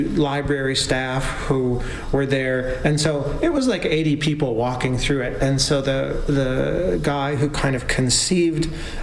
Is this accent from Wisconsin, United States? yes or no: yes; Green Bay, Wisconsin, United States; I was born and raised in Green Bay.